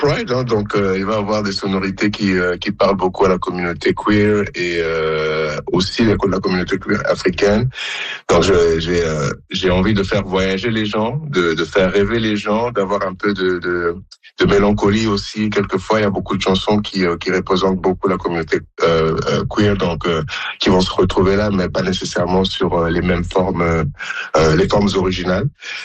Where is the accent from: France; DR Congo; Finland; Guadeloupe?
DR Congo; now in Montréal, Canada; je suis né au Congo, j'ai grandi au Congo, ensuite j'ai déménagé à Montréal depuis.